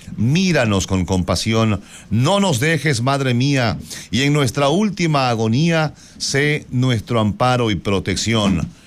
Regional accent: Ecuador; somos ecuatorianos y llevamos la tricolor en el pecho

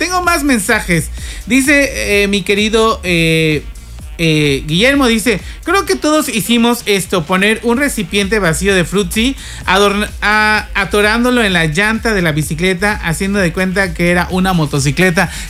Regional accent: Yucatán, Mexico; también como buen niño yucateco, porque en casa obviamente dormíamos en hamaca

